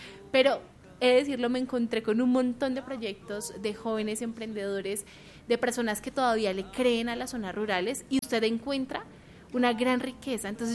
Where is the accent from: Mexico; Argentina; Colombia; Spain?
Colombia; para nosotros como colombianos